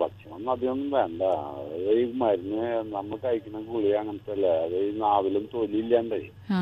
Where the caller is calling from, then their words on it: Thrissur district, Kerala, India; ഞാൻ തൃശ്ശൂർ ജില്ലയിലെ മറ്റേ നമ്മുടെ കുഞ്ഞിനി ഡാം റൂട്ടില്ലേ, അവിടെ ഭാഗത്തുമാണ്.